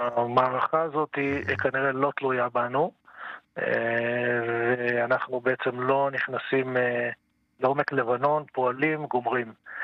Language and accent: Hebrew; Kiryat Shmona, Northern District, Israel; moved away as an adult; now in Dafna, Israel; נכון, אני מתגורר 35 שנה בדפנה, ואני עד הצבא גדלתי בקריית שמונה